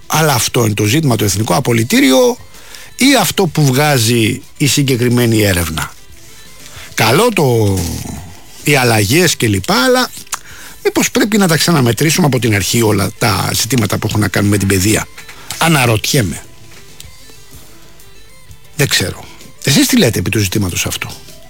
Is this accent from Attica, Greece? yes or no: yes; Rafina, Attica, Greece; Θυμάμαι στο χωριό μου στη Ραφίνα, είχαμε χωροφυλακή.